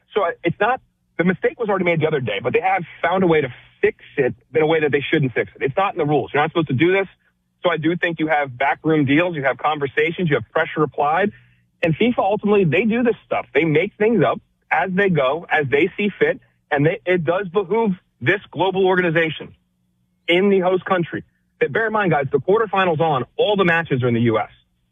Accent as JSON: {"language": "English", "country": "United States", "said": "as an American"}